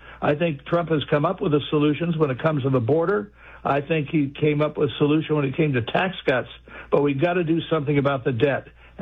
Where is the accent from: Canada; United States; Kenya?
United States; Washington; And I was born in Washington. I grew up there, went to school there, and spent most of my life in the Washington area.